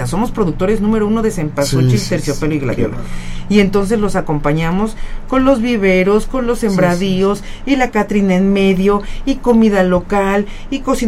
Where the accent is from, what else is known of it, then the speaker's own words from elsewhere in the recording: Mexico; yo sé que todos somos mexicanos